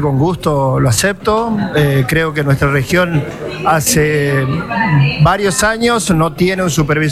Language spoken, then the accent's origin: Spanish; Chaco, Argentina; Nos conocemos con los colegas, somos de la zona